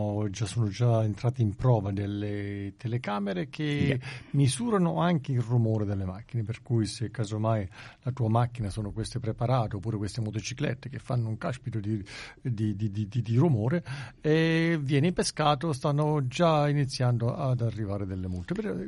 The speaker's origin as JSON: {"language": "Italian", "town": "Benevento", "region": "Campania", "country": "Italy", "said": "come dalle nostre parti, a Benevento"}